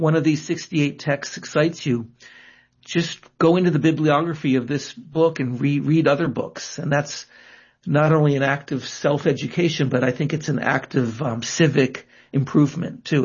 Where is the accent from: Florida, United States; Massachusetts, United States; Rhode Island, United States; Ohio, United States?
Rhode Island, United States; I grew up in Rhode Island, where I am now. I went to a Quaker high school, and then I went to Harvard undergrad and grad school.